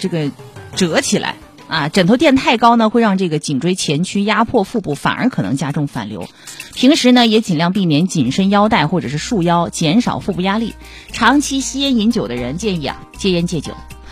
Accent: Changsha, Hunan, China; 我们长沙话里面好像真的没有烧心

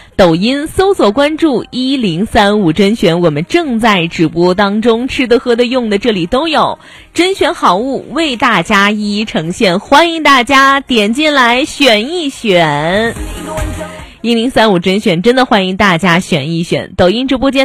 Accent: Gansu, China; 咱们甘肃人过日子呢，讲究的时候是一个实实在在、地地道道

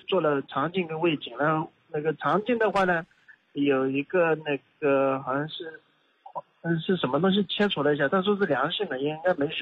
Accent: Zhoushan, Zhejiang, China; 我是浙江舟山人。

